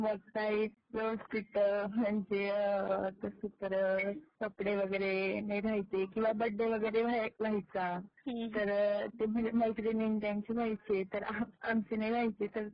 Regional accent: Sakri, Maharashtra, India; मी खान्देशकडचे आहे. तर खान्देश मधील जिल्हा आहे तेथील साक्री तालुक्यातील मी आहे.

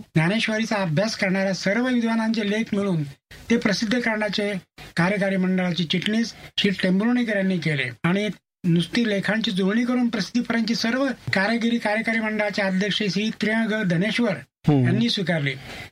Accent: Maharashtra, India; 1960 साली मी ग्रामीण भागातून नगरला शिक्षणासाठी आलो. आमच्या आई वडिलांनी आम्हा 5 भावाला नगरला आणून सोडलं.

